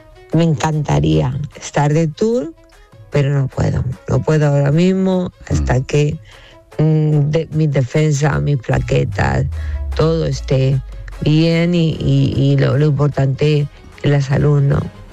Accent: Spain; Digo, no, pues soy española.

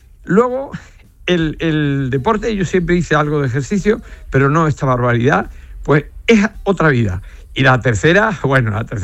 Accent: Andalusia, Spain; Y mi patria es mi pueblo y mi pueblo es el andaluz.

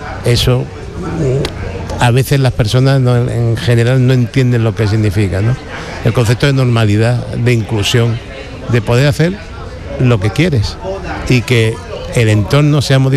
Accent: Málaga, Andalusia, Spain; para los que vivimos y somos malagueños, es un castigo.

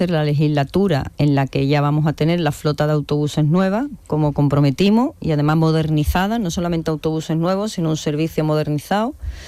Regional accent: Jerez de la Frontera, Andalusia, Spain; yo soy de Jerez

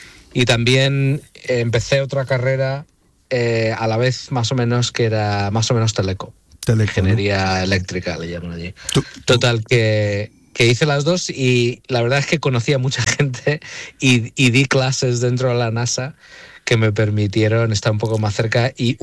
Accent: Spain; born there; moved away as an adult; also born or lived in Málaga / Madrid; creciendo en España parecía una cosa imposible.

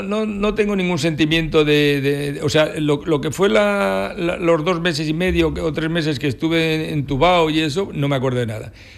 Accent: Aranda de Duero, Castile and León, Spain; now in Andalusia, Spain; pues un arandino puro.

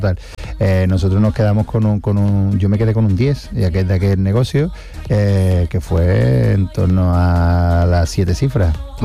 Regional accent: Seville, Andalusia, Spain; yo siendo sevillano, a mí me encanta Andalucía y me siento muy de aquí. De hecho, yo intenté irme a Madrid, estuve 15 días y me volví

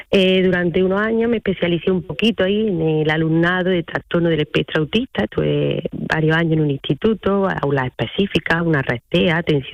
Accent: Fernán Núñez, Andalusia, Spain; yo soy de un pueblo de la campiña cordobesa, concretamente soy de Fernanduñe.

